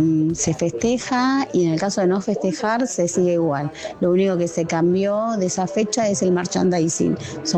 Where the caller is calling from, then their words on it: Burzaco, Buenos Aires Province, Argentina; de Bursaco